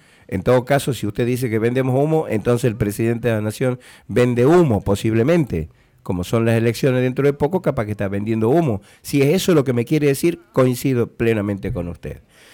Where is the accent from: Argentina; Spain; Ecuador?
Argentina; Monteagudo, Tucumán